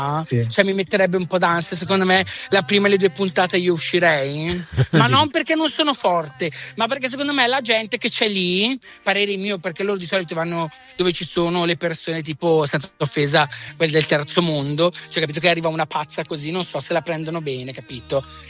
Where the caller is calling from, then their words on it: Naples, Campania, Italy; io proprio napoletano